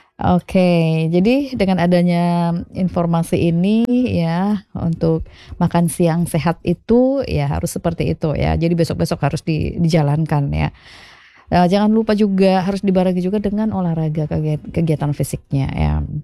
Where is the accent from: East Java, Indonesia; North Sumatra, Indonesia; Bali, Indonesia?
North Sumatra, Indonesia; Tapi kadang-kadang ya jujur juga sih kalau kita itu ya orang Batak itu makannya harus banyak